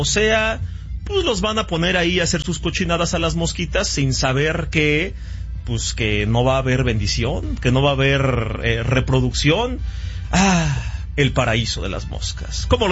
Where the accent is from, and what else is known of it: Mexico